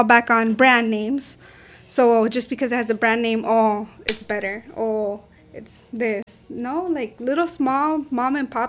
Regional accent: Rialto, California, United States; So I grew up there.

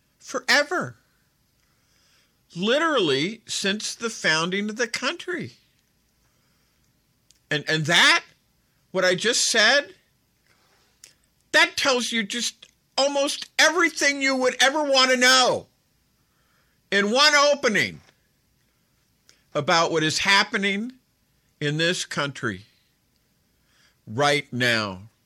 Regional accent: Northeast, United States; I come from the Northeast. I come from what many people would call a liberal or a progressive background, but I've been elsewhere as well.

